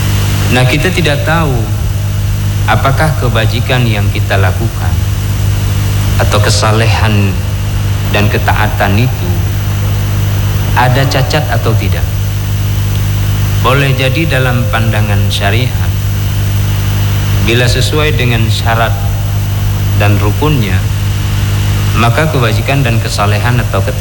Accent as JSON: {"language": "Indonesian", "region": "Aceh", "country": "Indonesia", "said": "Memang panas kita. Memang gondok kita. Rasa kita orang Aceh memang palak."}